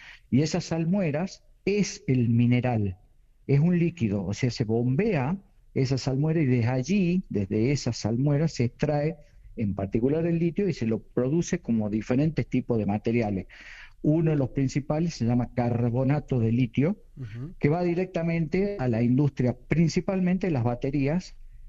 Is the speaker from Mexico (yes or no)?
no; Salta, Argentina; Yo soy salteño